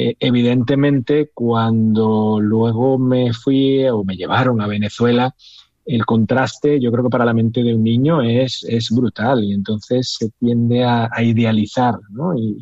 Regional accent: Alinos, Castile and León, Spain; born there; Realmente yo nací en una mina cerca de Toreno, se llama Alinos.

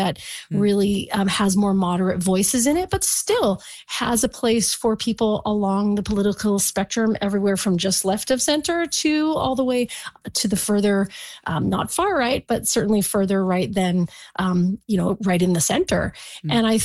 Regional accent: British Columbia, Canada; who we are as British Columbians and where we actually want this province to go.

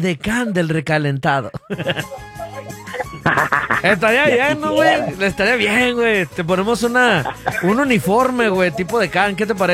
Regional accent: León, Guanajuato, Mexico; Yo soy de León, Guanajuato, de León tras Guanajuato.

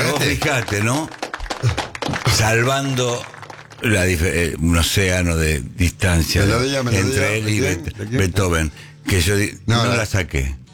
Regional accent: Haedo, Buenos Aires Province, Argentina; Yo soy de Aedo.

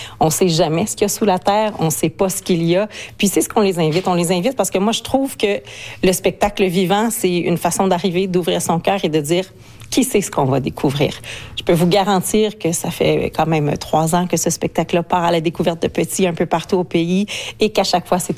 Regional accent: Ontario, Canada; first language French; moi j'ai grandi en Ontario francophone

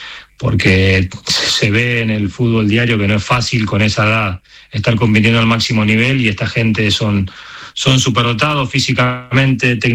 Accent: Argentina; Y como decimos nosotros, que es un extraterrestre.

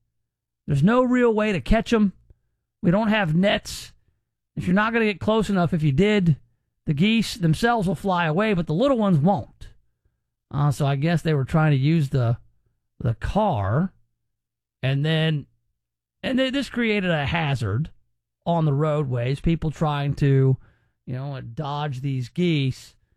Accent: Germantown, United States; And I grew up in Germantown. There are geese everywhere.

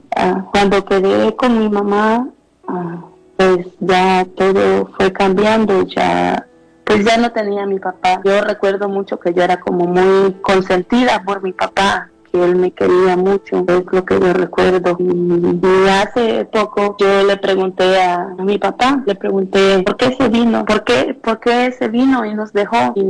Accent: El Salvador; born there; moved away; allá de donde yo soy, en El Salvador, caminábamos era mucho cerro, y caminábamos casi a la orilla de una quebrada o por caminitos angostitos.

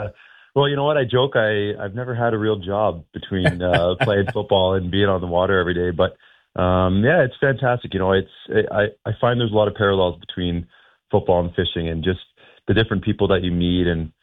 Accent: Peterborough, Ontario, Canada; now in Ottawa, Canada; I grew up in around Peterborough with a ton of lakes around there.

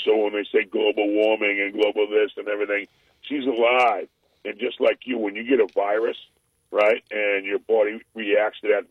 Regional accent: United States; I'm Native American

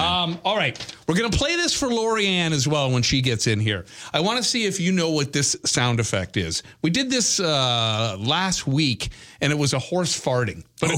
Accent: Brampton, Ontario, Canada; I grew up in Brampton, so there was the AMC plant.

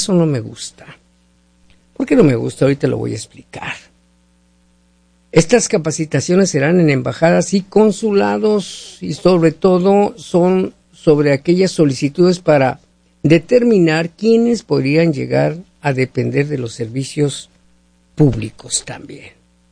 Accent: Hermosillo, Sonora, Mexico; now in United States; Yo sé que están sufriendo muchísimo calor allá en nuestra tierra.

